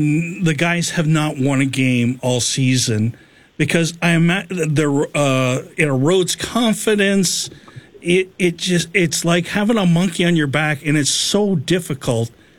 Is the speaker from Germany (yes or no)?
no; Ontario, Canada; I grew up just outside of London, Ontario